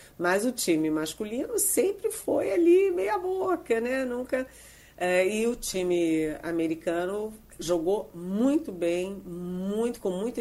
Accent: Brazil; now in Brasília, Brazil; eu assisti como brasileira

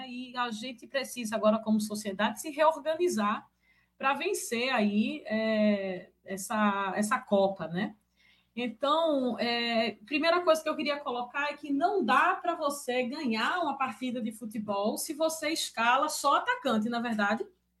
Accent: Brazil; Eu, como uma boa brasileira, já estou em clima de Copa também, assim como todo mundo.

